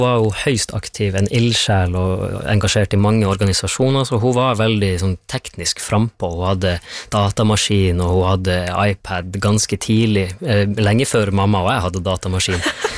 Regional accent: Troms, Norway; jeg vokste opp innerst I Storfjorden, I bunnen av fjorden, en liten bygd som heter Otern, Tjavkos eller Saukonen. Alle bygden har som regel navn på tre språk. Mm. Det omgitt av temmelig høye fjell

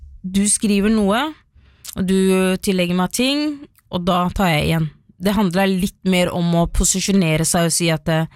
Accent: Somalia; now in Norway; Jeg kan ikke gå i kort bukse eller skjørt på Grønland når folk vet at jeg er somalier.

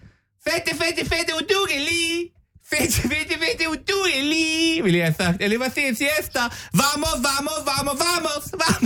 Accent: Gjøvik, Innlandet, Norway; Jeg kommer fra Gjøvik

